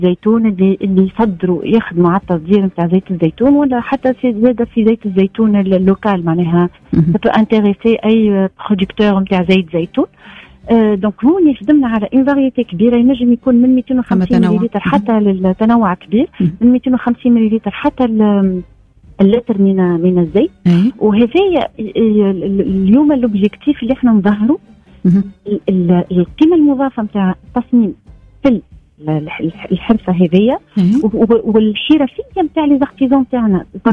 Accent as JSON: {"language": "Arabic", "country": "Tunisia"}